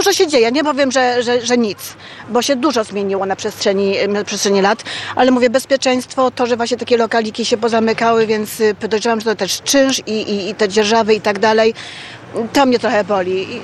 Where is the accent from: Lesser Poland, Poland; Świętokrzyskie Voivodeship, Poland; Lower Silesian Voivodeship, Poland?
Lesser Poland, Poland; Kraków; Ja jestem z Huty, więc trochę taki mam sentyment.